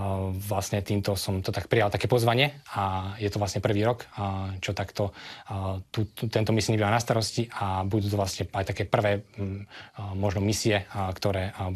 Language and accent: Slovak; Predmier, Žilina Region, Slovakia; moved away as an adult; now in Bratislava, Slovakia; Pochádzam z farnosti Predmier. Je to farnosť, ktorá je blízko mesta Bytče alebo krajského mesta Žilina.